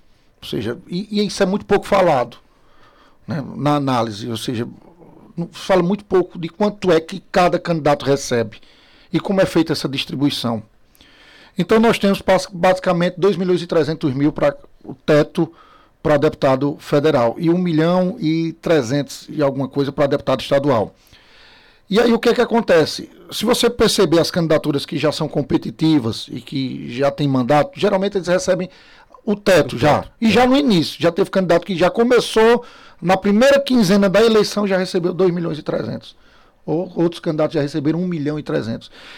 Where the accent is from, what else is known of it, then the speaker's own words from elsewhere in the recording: Caruaru, Pernambuco, Brazil; bairristas nós somos de Caruaru